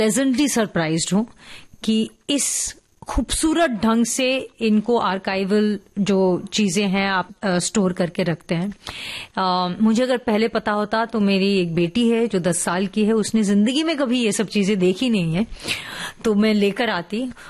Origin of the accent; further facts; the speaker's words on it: Pune, Maharashtra, India; born there; मैं एक्चुअली पुणे में पैदा हुई थी